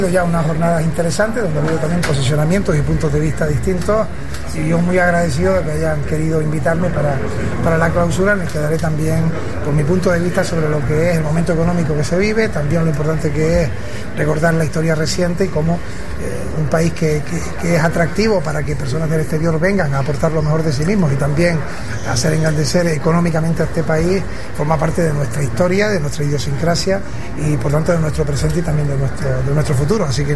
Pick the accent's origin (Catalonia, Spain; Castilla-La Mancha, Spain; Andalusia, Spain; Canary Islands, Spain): Canary Islands, Spain; en el que venimos de un lugar también como es también Canarias, mi lugar de nacimiento, donde vivo